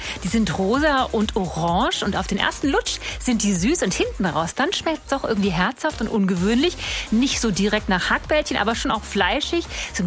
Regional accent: Hesse, Germany; Ich komme aus Nordhessen.

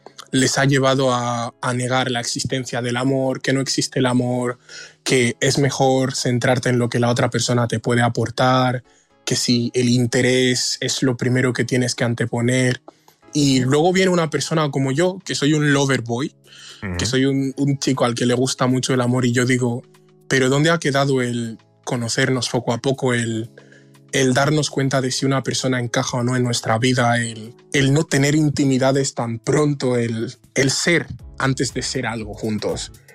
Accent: Equatorial Guinea; hay gente a la que le resulta difícil creer que yo soy ecuatoguineano.

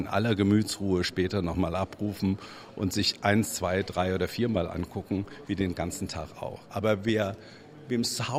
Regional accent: Wiesbaden, Hesse, Germany; Als gebürtiger Wiesbadener kann man gar nicht anders. Denn ich bin ja aufgewachsen hier mit dieser Region

